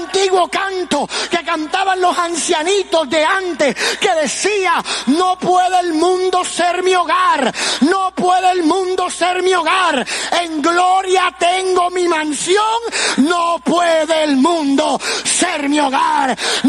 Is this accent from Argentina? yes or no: no; Puerto Rico; now in Dallas, United States; Hermano, yo soy puertorriqueño